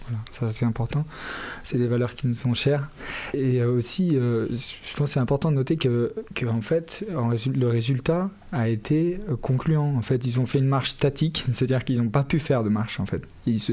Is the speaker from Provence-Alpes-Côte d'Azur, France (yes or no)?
no; Saint-Jean-de-Fos, Occitanie, France; Moi, je suis natif de Saint-Jean-Fosse et j'ai grandi ici. Je connais beaucoup de gens du coin, du coup, vu que j'ai fait ma scolarité ici.